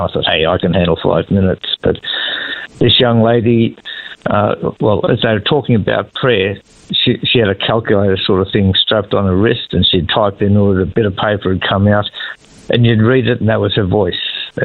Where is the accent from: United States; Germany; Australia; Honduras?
Australia; Ballarat, Victoria; moved away as an adult; also born or lived in Benalla / Northern Territory / Queensland; now in Alice Springs, Australia; Was born and raised on Wathaurong land, which is in Ballarat in Victoria. So, was there for the first 21 years of my life, and then a couple of years in Benalla, and then about 40 years in the Territory. It's going to make me sound really old now. And there was about 10 years in Queensland